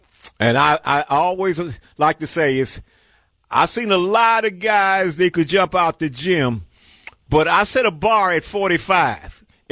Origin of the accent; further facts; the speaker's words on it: East Coast, United States; and I'm coming from the East Coast. I'm seeing the Adrian Dantleys, the Kenny Carr.